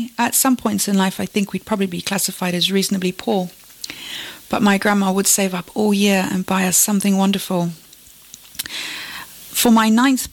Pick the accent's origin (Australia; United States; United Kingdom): United Kingdom; England; born there; I was born in England